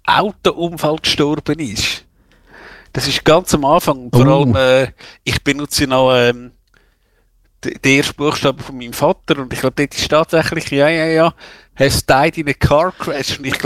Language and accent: German; Zurich, Switzerland; Also, ja, ich kann sagen, Kappel am Albis ist jetzt, ja, da bin ich irgendwo aufgewachsen in der Nähe.